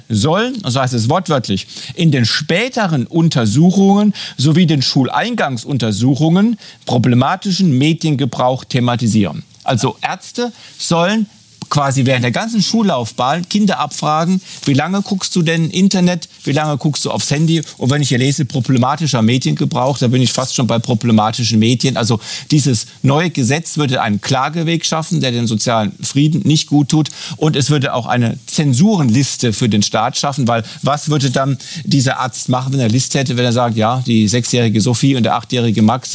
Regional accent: West Germany, Germany; Ich bin ja als Wessi draußen vor.

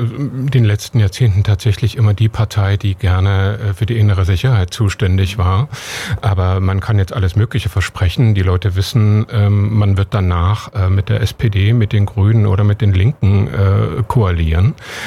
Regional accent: Leipzig, Saxony, Germany; born there; Ich bin ja tatsächlich auch damit aufgewachsen im Stadion. Wir hatten an Leipzig so ein schönes Stadion, wo ich als Kind immer ganz vorne gestanden habe.

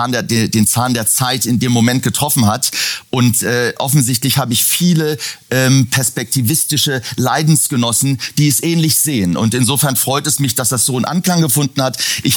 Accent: Iran; Letztendlich bin ich Iraner, iranischer Herkunft. Meine Eltern sind beide Perser, meine Eltern sind Iraner

